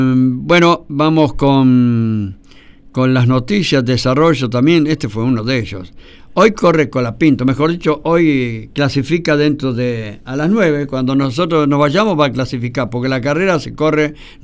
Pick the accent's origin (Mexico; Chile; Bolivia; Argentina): Argentina; somos argentinos y queremos que lo reciba